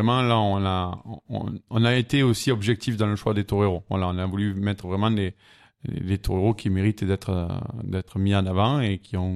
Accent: France; on l'a pas monté juste parce qu'on est français

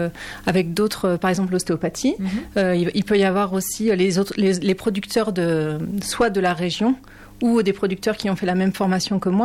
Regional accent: Pays de la Loire, France; moved away as an adult; moi je suis originaire du Maine-et-Loire, j'avais mis le projet de côté.

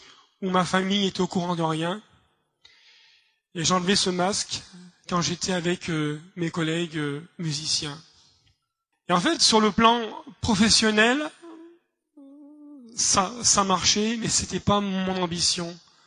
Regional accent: Grenoble, Auvergne-Rhône-Alpes, France; born there; moi, je suis né donc à Grenoble, dans une famille non chrétienne.

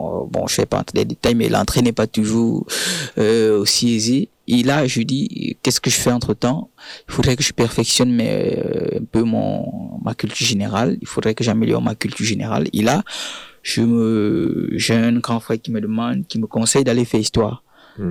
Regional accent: West, Cameroon; moved away as an adult; now in Montpellier, France; Je viens de la région de l'Ouest Cameroun.

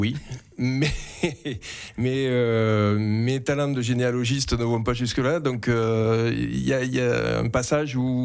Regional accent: Avignon, Provence-Alpes-Côte d'Azur, France; moved away as an adult; now in Orsan, France; je suis né à Avignon, moi.

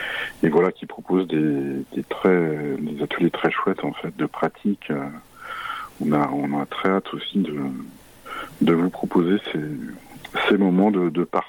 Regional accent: Occitanie, France; les vents qui rendaient fous les bergers, justement, chez nous en Lozère et sur le Mont Lozère.

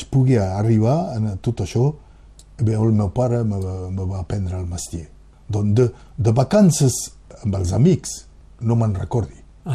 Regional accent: Théza, Occitania, France; jo soc he nascut a Tesà

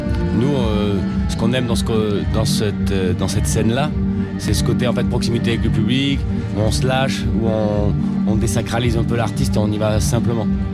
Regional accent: France; Pour être plus compris, chez nous, on va dire aussi. Enfin, chez nous en France, on va dire.

